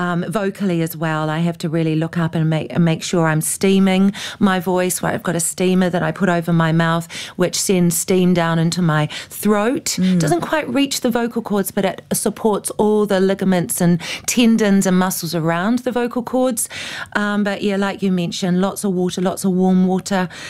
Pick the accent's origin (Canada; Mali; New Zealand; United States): New Zealand; oh, being a Kiwi, of course we jump right in, don't we? And I just went, "Hello, Doris. … I've come all the way from New Zealand to wish you a very happy birthday.